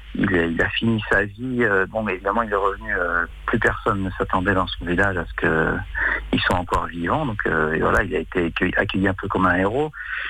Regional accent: France

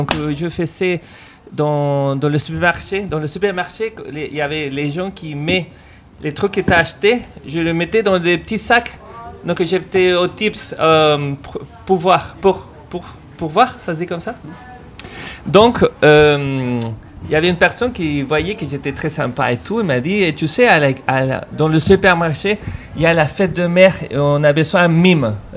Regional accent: Chile; moved away as an adult; now in France; moi, je viens de Chili. Oui, il y a quelques années, on a débarqué ici en France.

